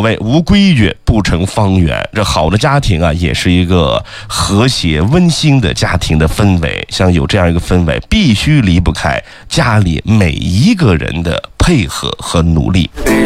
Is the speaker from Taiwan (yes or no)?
no; China; 像我们中国人讲究的是姓氏的传承